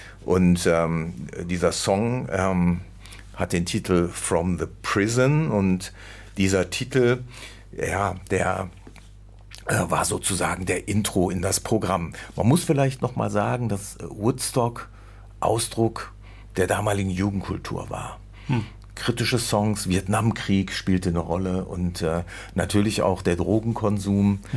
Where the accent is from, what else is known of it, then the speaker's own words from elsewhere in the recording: Düsseldorf, North Rhine-Westphalia, Germany; moved away; Ich komme eigentlich aus Düsseldorf, der Düsseldorfer Altstadt.